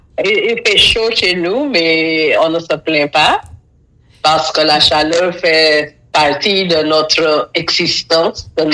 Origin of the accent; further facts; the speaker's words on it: Dominica; also born or lived in Curaçao; Je suis dominicaine. Je suis née à Curaçao, des parents de la Dominique.